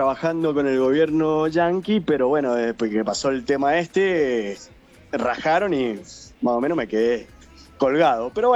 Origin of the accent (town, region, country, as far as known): Guaymallén, Mendoza, Argentina; also born or lived in Bahrain; now in Doha, Qatar